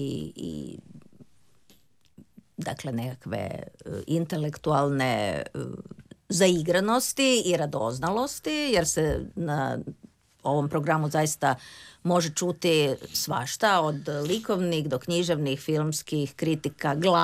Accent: Zagreb, City of Zagreb, Croatia; Ja sam rođena u Zagrebu, tu sam završila gimnaziju, filozofski fakultet, komparativnu književnost i filozofiju

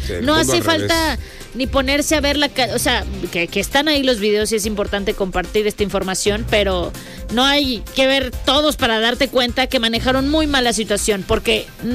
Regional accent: Cancún, Quintana Roo, Mexico; vengo de Cancún, aquí somos... Aguantamos los huracanes

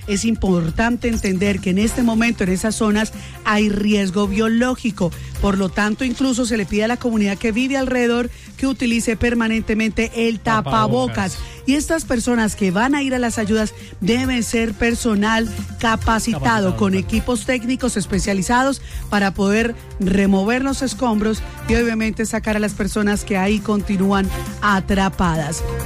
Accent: Colombia; así somos los colombianos.

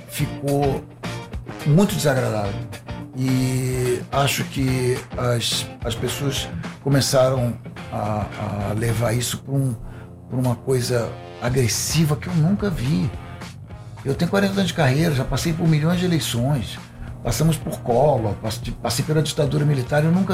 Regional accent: Rio de Janeiro, Brazil; Eu sou carioca. Eu posso ser cidadão, honorário.

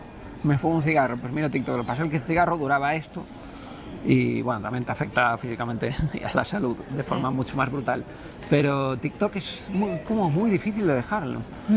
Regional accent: Canary Islands, Spain; born there; Eso a mi madre le partía el corazón. Porque yo nací en Canarias, tú eres canario.

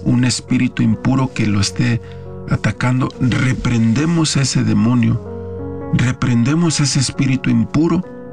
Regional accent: Mexico; somos mexicanos y sabemos que tenemos la sangre como los gallos, así.

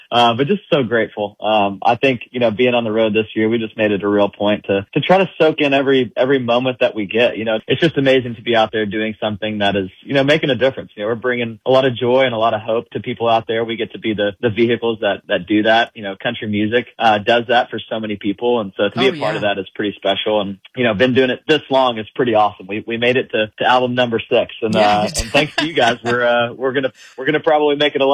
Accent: Northeast, United States; now in Nashville, United States; I'm from the Northeast, so yeah. It feels good to be home.

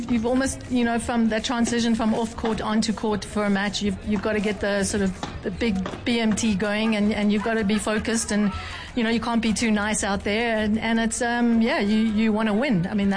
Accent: Cape Town, Western Cape, South Africa

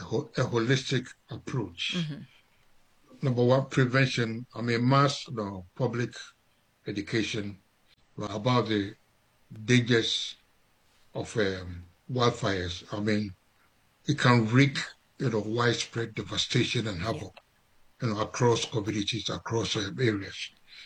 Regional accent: Ghana; I come from Ghana, you know, I come from Ghana

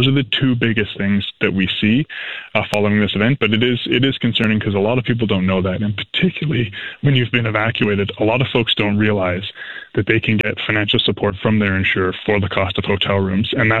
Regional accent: British Columbia, Canada; Yeah, I mean, you know, as a British Columbian, as probably any Canadian, this is horrifying, right?

